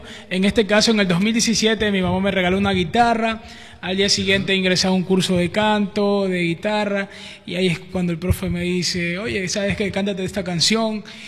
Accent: Chone, Manabí, Ecuador; 100% ecuatoriano, 100% manabita. Donde sea que voy, siempre digo, soy de Manabí, soy de Chone.

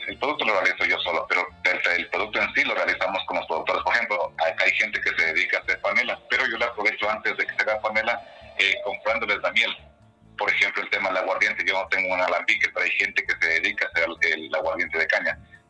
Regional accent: Pacto, Pichincha, Ecuador; soy de Chocó, soy de Pacto

